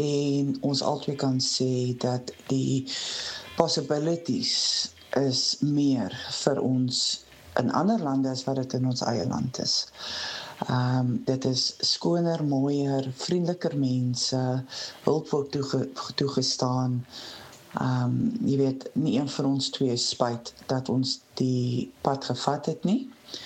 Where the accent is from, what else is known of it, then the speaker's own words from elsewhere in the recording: Port Elizabeth, Eastern Cape, South Africa; now in Ireland; ek kom van PE af, ek is nou in Ierland vir 'n paar jaar al.